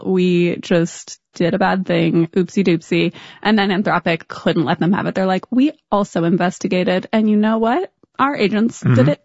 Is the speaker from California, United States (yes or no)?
yes; California, United States; I'm from California and it's just very close to me.